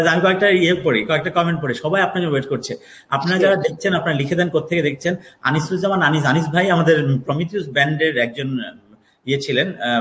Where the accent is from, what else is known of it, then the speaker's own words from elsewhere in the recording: Narsingdi, Dhaka Division, Bangladesh; নরসিংদি আমার দেশের বাড়ি গ্রামের বাড়ি।